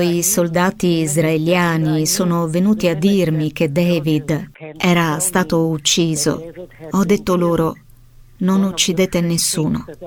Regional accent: South Africa; Io sono nata in Sudafrica e cresciuta assieme ai movimenti contro l'apartheid.

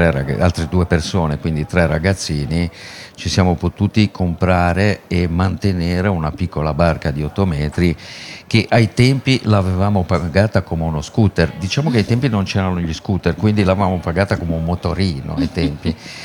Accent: Liguria, Italy; siamo liguri

